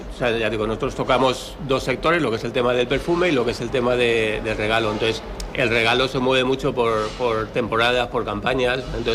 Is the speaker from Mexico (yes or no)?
no; Guadalajara, Castilla-La Mancha, Spain; Además, que si nosotros somos de Guadalajara, nos gusta sacar cosas personalizadas de Guadalajara.